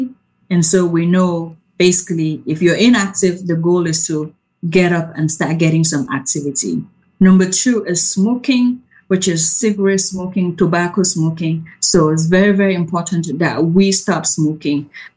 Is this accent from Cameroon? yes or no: yes; Cameroon; moved away; I come from Cameroon and soccer is a big thing